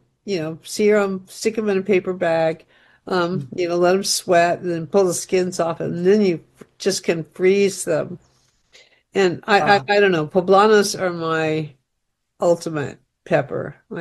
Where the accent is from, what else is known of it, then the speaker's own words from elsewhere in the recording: Kern County, California, United States; moved away; I grew up in Kern County and we grew potatoes.